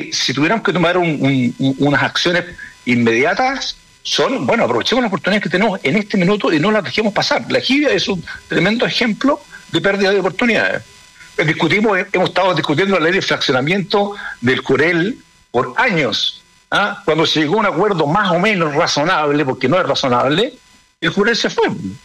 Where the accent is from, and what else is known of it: Chile